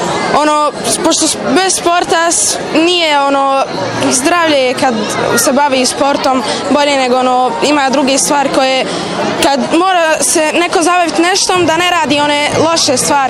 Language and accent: Bosnian; Egypt; Bosnian is a second language; moved away; Iz Egipta sam došao samo tu prije 2 godine i pol.